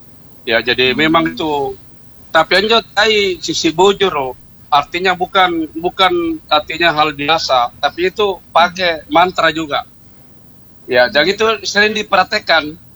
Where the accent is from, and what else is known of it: South Sulawesi, Indonesia